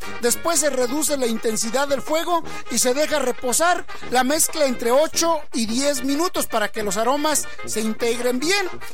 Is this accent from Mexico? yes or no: yes; Mexico; now in United States; Ni en Canadá, ni aquí en Estados Unidos hay el ambiente que hay en nuestro México lindo y querido.